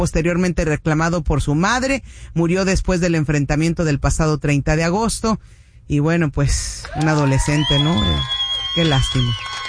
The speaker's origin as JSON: {"language": "Spanish", "town": "Cuernavaca", "region": "Morelos", "country": "Mexico", "said": "Ese es en mi pueblo allá en Cuautla. Bueno, yo soy de Cuernavaca"}